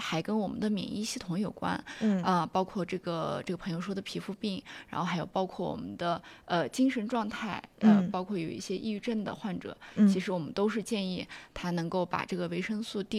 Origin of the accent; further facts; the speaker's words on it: China; 我们中国人，就是我们咱们国家